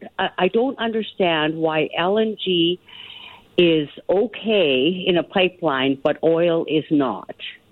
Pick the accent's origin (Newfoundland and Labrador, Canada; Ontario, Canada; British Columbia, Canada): British Columbia, Canada; Kitimat; I grew up in Kitimat Terrace, Prince Rupert area my whole life.